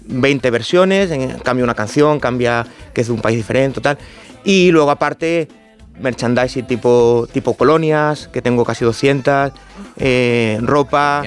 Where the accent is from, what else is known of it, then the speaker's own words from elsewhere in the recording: Asturias, Spain; now in Madrid, Spain; Yo soy de Asturias y ahí yo tenía una habitación en mi casa